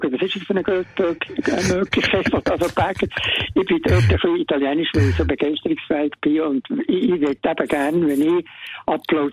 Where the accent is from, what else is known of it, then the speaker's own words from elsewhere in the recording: Bern, Switzerland; Ich bin Berner